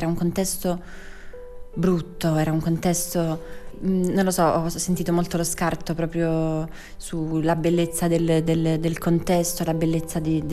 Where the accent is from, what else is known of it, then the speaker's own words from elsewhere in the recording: Rome, Lazio, Italy; moved away as an adult; sono tornata a Roma, dove mia città natale.